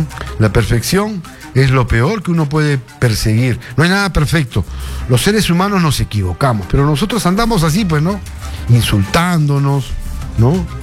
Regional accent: Peru; lo fervorosos que somos los peruanos, sobre todo en Lima

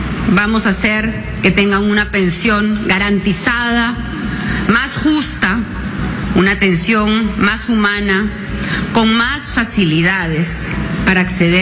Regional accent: Peru

